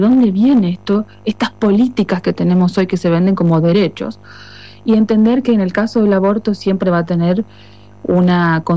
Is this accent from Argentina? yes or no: yes; Argentina